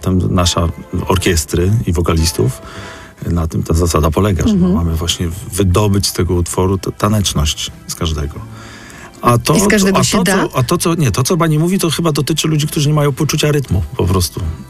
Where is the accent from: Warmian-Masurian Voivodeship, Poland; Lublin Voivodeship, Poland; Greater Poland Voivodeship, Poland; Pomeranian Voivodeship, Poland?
Warmian-Masurian Voivodeship, Poland; moved away; pochodzę z Mazur, z Warmii i Mazur, nie? Z małego miasta.